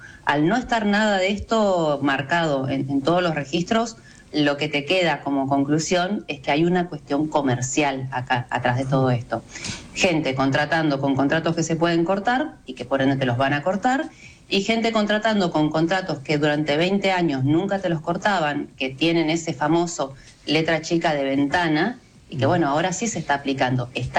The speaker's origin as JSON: {"language": "Spanish", "country": "Argentina", "said": "somos argentinos"}